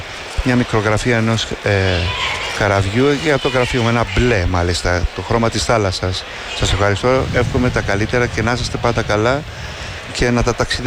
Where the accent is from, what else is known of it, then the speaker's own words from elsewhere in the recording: Kasos, South Aegean, Greece; Εγώ είμαι από την Κάζο